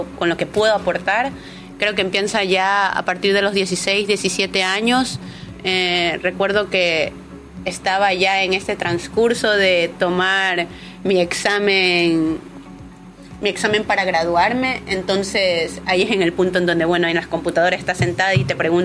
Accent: Quevedo, Los Ríos, Ecuador; yo soy originaria de Quevedo

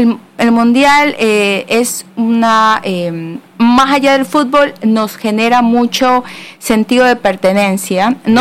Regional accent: Ecuador; yo soy de Ecuador

